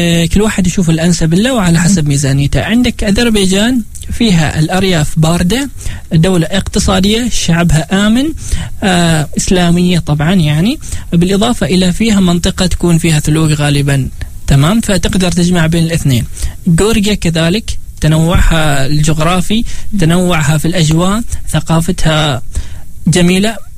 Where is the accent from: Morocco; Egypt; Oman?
Oman; نحن في العمان نسميها عزبه